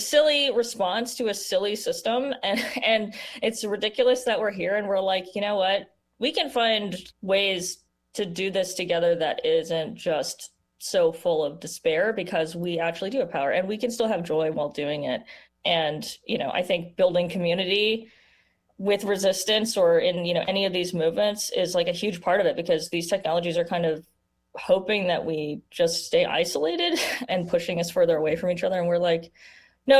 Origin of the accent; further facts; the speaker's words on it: Las Vegas, Nevada, United States; But yeah, I will say I'm from Las Vegas, by the way.